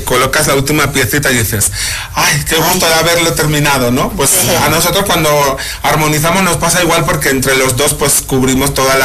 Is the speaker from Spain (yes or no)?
yes; Spain; now in Mexico